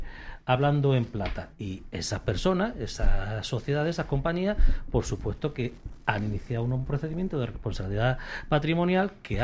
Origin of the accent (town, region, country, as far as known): Andalusia, Spain